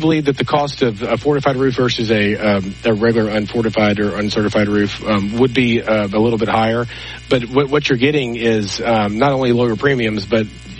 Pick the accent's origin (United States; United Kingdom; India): United States; Texas; born there; now in Louisiana, United States; and frankly, I'm a Texan, you know, by birth, and I moved here 2 years ago and couldn't be happier.